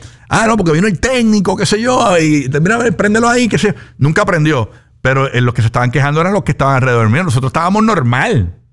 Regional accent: Puerto Rico; Es un calor con el que los boricuas podemos bregar

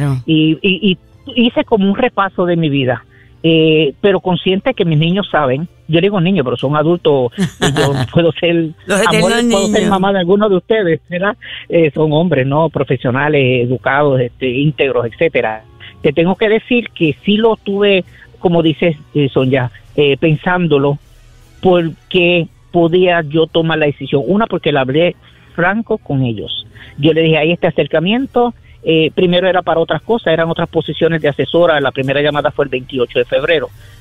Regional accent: Puerto Rico; moved away as an adult; Yo soy católica apostólica puertorriqueña

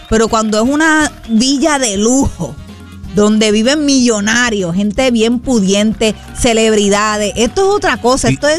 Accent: Caguas, Puerto Rico; now in Bayamón, Puerto Rico; yo soy cagüeña, pero vivo en Bayamón

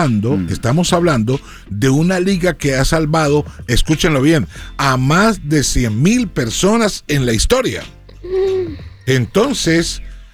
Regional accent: Colombia

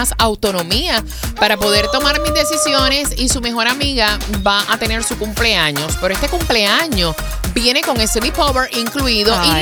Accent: Puerto Rico; moved away as an adult; now in Orlando, United States; cuando nos fuimos a Orlando, que salimos de Puerto Rico y nos fuimos a vivir a Orlando en el año 2003

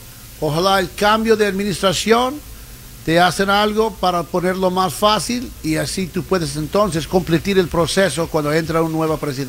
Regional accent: United States; Aunque sí, yo soy americano, yo soy más chill

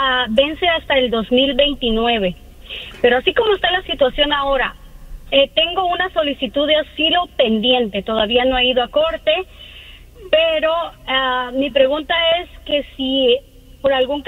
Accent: Guatemala

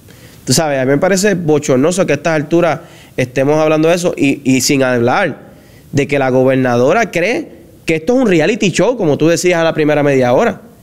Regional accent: Puerto Rico; Y quien paga las consecuencias somos nosotros los puertorriqueños.

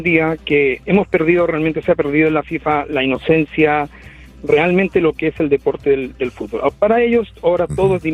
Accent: Chile

